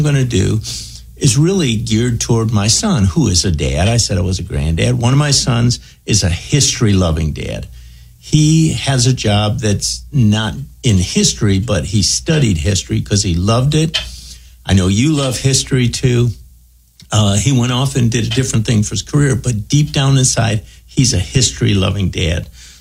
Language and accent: English; United States; as an American